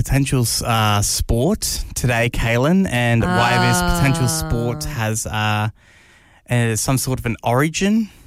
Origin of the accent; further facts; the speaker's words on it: New South Wales, Australia; now in South Australia, Australia; on document, I'm South Australian, but in my heart, I'm a New South Welshman.